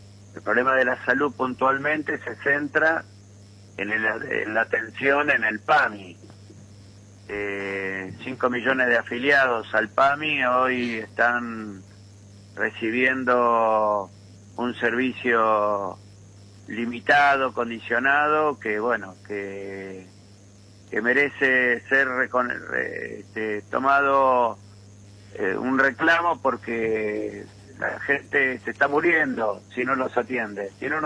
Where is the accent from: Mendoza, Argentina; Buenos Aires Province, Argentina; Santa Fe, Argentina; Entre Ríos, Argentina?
Buenos Aires Province, Argentina; San Martín; Sí, sí, yo soy de acá de San Martín, provincia de Buenos Aires.